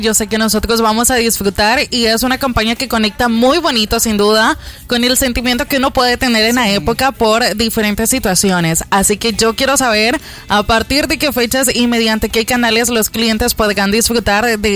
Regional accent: El Salvador; que nosotros podamos tener como salvadoreños

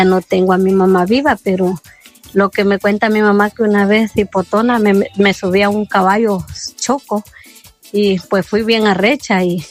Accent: Eastern El Salvador, El Salvador; en el patio donde yo me crié, en Oriente, en el campo.

